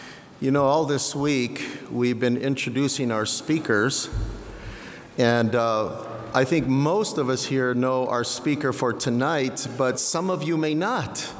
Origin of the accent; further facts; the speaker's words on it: West Coast, United States; I'm from the West Coast.